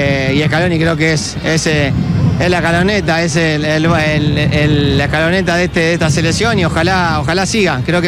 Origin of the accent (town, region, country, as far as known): Argentina